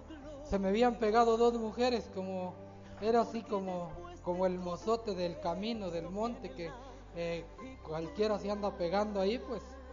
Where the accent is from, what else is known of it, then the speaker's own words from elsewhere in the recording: Honduras; moved away as an adult; now in Guatemala; yo soy nacionalidad hondureña. Ya tengo muchos años de estar aquí en este Guatemala